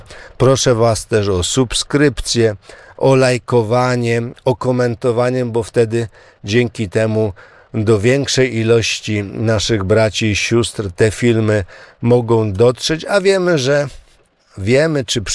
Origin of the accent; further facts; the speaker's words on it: Limanowa, Lesser Poland, Poland; born there; accent: local Limanowa dialect (gwara); moved away as an adult; u mnie w Limanowej, a ja bym powiedział w naszej gwarze w Limanowy